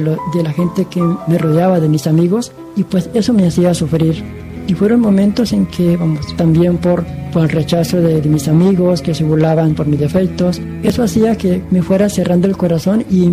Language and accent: Spanish; Cucutilla, Norte de Santander, Colombia; moved away as an adult; Tengo 35 años, soy colombiano, del norte de Santander. Viví en un pueblo muy pequeño llamado Cucutilla. Este pueblo queda en límites con Venezuela.